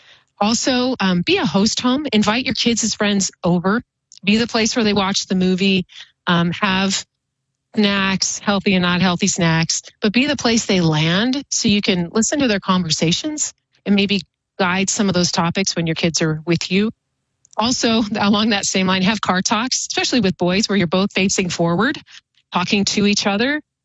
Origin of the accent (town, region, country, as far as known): Oregon, United States; born or raised there; now in Boise, Idaho, United States